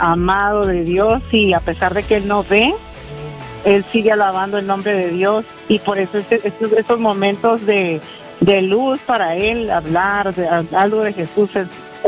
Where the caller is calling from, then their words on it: California, United States; Estamos hablando desde Pandel, California.